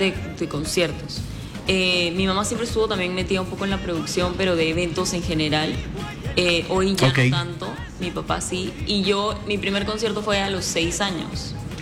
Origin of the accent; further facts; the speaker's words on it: Peru; El apellido es italiano, yo soy peruana, uh-huh. Pero digamos que tengo familia italiana.